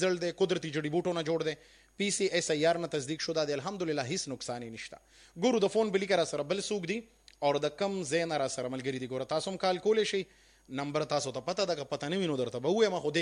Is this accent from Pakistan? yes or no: yes; Peshawar, Khyber Pakhtunkhwa, Pakistan; دا خو بیا تاسو زمونږ ګاونډیان یې ځکه چې مونږ هم د پېښور یو